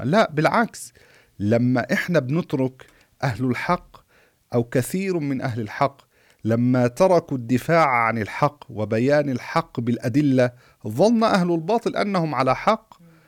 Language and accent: Arabic; Egypt; حصل عندنا في مصر